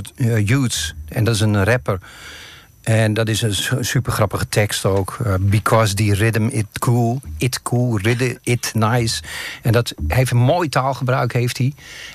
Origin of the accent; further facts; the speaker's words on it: Vaassen, Gelderland, Netherlands; Ik kom zelf niet uit Apeldoorn. Mm. Ik kom uit Vaassen dan.